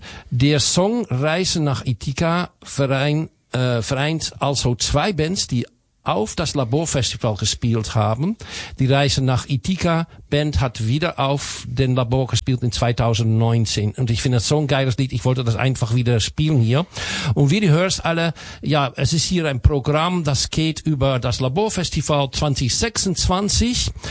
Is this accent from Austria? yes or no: no; Amsterdam, North Holland, Netherlands; German is a second language; Ich bin aus Amsterdam und wie bin ich eigentlich?